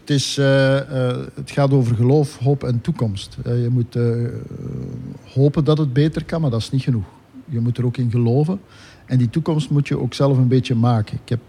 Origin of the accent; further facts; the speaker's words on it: Limburg, Belgium; het is wel belangrijk voor onze provincie. Omwille van een aantal redenen. Ten eerste, wij zijn de provincie van de maakindustrie in Vlaanderen.